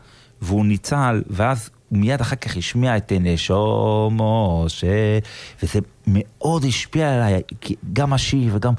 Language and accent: Hebrew; Bat Yam, Tel Aviv District, Israel; אני גדלתי בבת ים, בשליחות